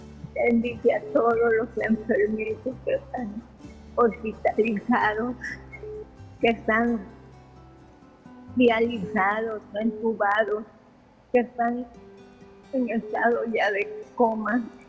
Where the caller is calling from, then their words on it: Veracruz, Mexico; que estoy hablando de Veracruz.